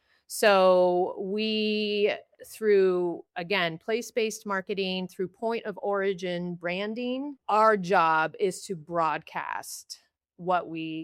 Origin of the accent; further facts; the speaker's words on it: Oregon, United States; now in Skagit Valley, United States; I grew up in Oregon and moved to the beautiful Skagit Valley in 2014. Love being here.